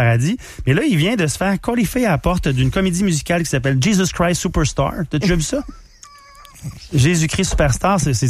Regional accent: Quebec, Canada; Tu sais, moi, je suis Canadien, je suis Québécois, là.

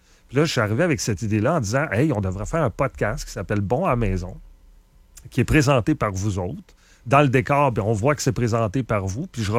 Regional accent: Montreal, Quebec, Canada; je viens de Montréal.

